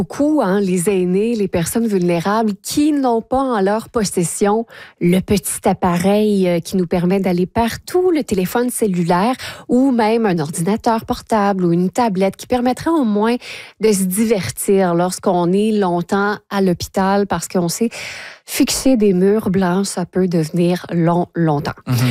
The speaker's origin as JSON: {"language": "French", "region": "Quebec", "country": "Canada", "said": "Mais ça, ce n'est pas le cas encore chez nous, en Mauricie, au centre du Québec."}